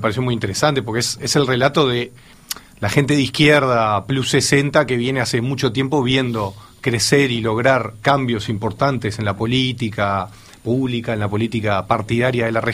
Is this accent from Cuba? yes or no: no; Uruguay; a mí lo que me preocupa como uruguayo